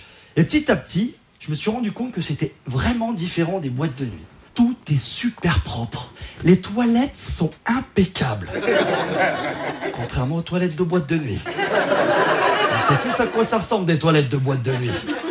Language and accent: French; Auvergne-Rhône-Alpes, France; now in Paris, France; je viens de Savoie, d'un petit village de montagne. Alors, j'ai envie de vous dire, petit village classique. Tout le monde connaît tout le monde